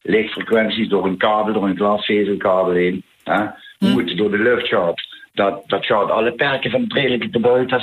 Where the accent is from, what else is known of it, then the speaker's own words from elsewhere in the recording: Limburg, Netherlands; accent: Limburgse accent; met mijn Limburgse accent